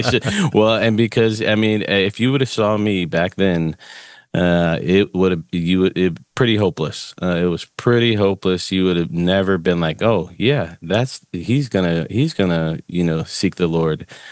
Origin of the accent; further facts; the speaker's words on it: Illinois, United States; You know, I grew up in the Chicago suburb